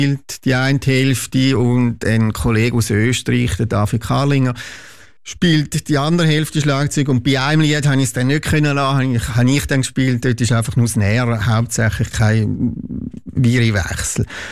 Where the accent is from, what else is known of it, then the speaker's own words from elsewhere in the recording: Oberstammheim, Zurich, Switzerland; now in Schaffhausen, Switzerland; ich bin Musiker, wohnhaft in Schaffhausen und bin aufgewachsen in Oberstamheim, Zürich-Wieland, wohne aber schon länger jetzt in Schaffhausen